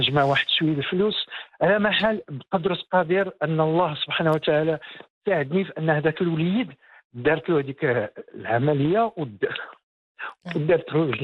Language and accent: Arabic; Rabat, Rabat-Salé-Kénitra, Morocco; انا ابن الرباط